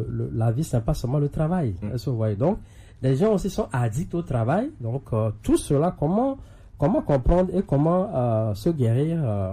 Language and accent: French; Togo; On sait que c'est bien connu chez nous au Togo, hein, surtout.